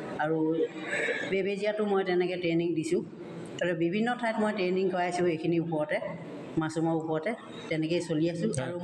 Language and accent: Assamese; Simaluguri, Assam, India; মোৰ গাঁও শিমলগুৰিত।